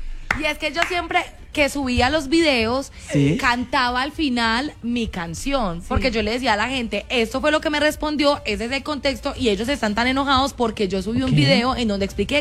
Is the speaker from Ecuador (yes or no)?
no; Colombia; yo amo Colombia, yo soy colombiana